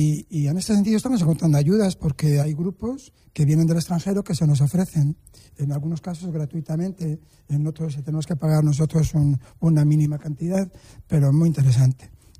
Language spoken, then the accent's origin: Spanish; Villanueva del Río, Spain; born there; vinieron 33 personas de Villanueva del Río, que es mi pueblo